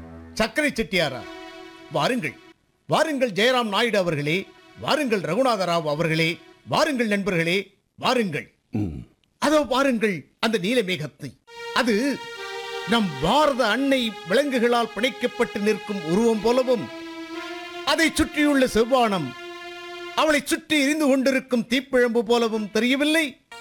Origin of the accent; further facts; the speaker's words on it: Ettayapuram, Tamil Nadu, India; born there; நான் பிறந்த ஊரான எட்டயபுரத்துக்கு பக்கத்து ஊரான ஒட்டப்புடாரம் தான் இவர் பிறந்த ஊர்.